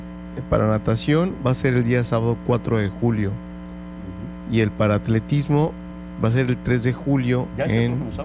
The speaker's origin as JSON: {"language": "Spanish", "country": "Mexico", "said": "Yo soy mexicano"}